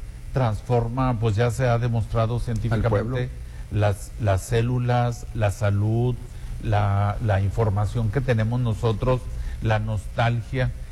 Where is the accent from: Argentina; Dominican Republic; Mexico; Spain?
Mexico; somos mexicanos, somos una cultura latina con una gran riqueza musical, géneros, tradiciones, momentos históricos, situaciones de partidas